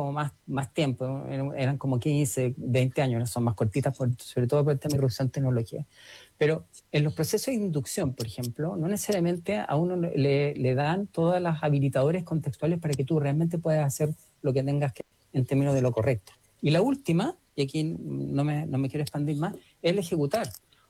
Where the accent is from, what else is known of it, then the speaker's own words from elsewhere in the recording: Chile; De un país que somos chilenos, en vez de decir yo tengo mis derechos